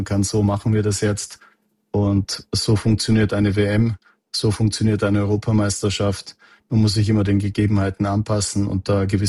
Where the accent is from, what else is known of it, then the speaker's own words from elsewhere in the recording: Austria; aber natürlich war Österreich-Schweiz für mich als Österreicher ein Traumevent.